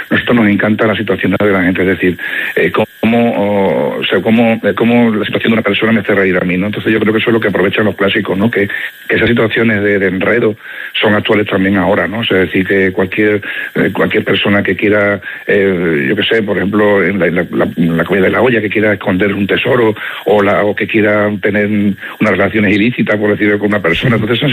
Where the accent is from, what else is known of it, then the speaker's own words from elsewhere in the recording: Extremadura, Spain; sobre todo somos extremeños, compañía extremeña, actores extremeños, y en Extremadura